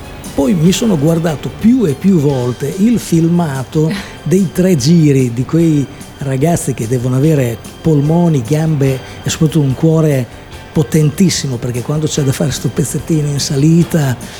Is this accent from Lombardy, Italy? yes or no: no; Bologna, Emilia-Romagna, Italy; sono foresto, vengo da Bologna.